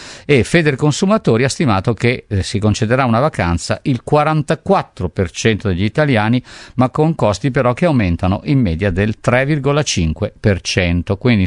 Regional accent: Milan, Lombardy, Italy; born there; io essendo nato a Milano

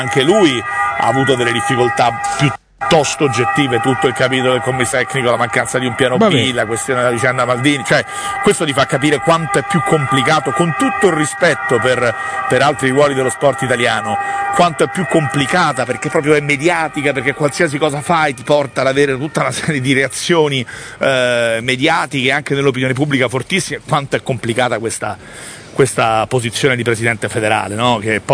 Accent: Milan, Lombardy, Italy; accent: Milanese; Hai sentito anche il mio accento milanese, perfetto.

